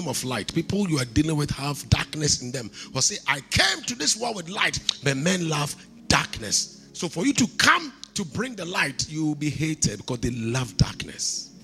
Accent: Kumasi, Ashanti, Ghana; I come from Kumasi.

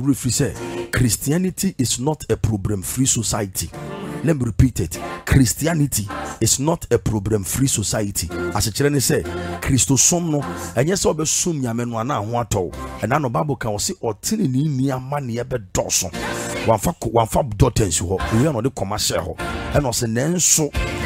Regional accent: Nigeria; I'm mama. I'm from Nigeria.

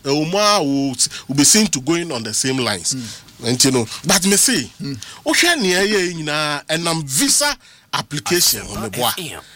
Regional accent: Ghana; But I mean, could be as a man, but I only rationalize the issue as a Ghanaian.

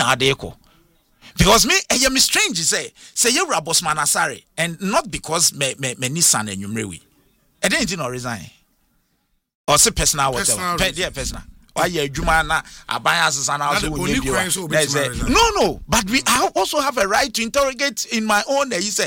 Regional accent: Ghana; This one I'm speaking as a Ghanaian.

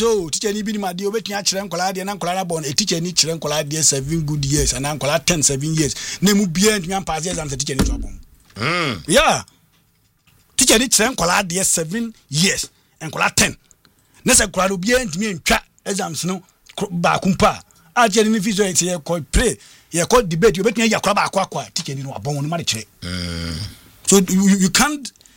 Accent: Ghana; we are Ghanaian now

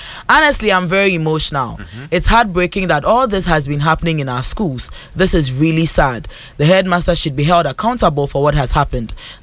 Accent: Nungwa, Greater Accra, Ghana; from Nungwa.

